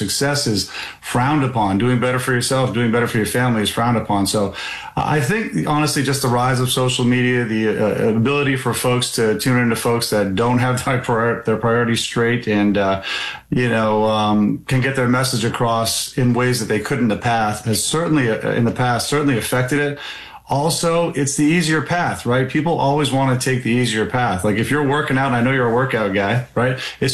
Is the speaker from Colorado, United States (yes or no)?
no; Maine, United States; I'm from District 1. My wife, my family grew up here.